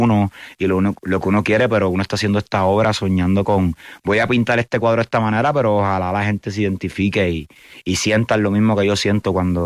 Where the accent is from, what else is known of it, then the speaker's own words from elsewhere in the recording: Puerto Rico; yo soy de Puerto Rico, bro.